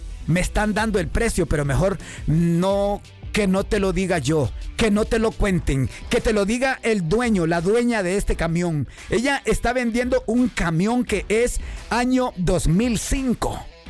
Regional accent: Honduras; now in United States; Mientras que en mi país, ahí trabajas y no te pagan. No sé si te pasa lo mismo, pero a mí sí me ha pasado, hermanito. En Honduras trabajé como 15 días de ayudante de albañil

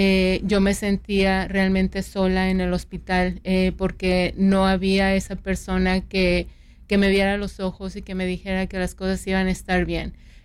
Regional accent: San Luis Potosí, Mexico; now in United States; Yo soy inmigrante, soy de San Luis Potosí, México.

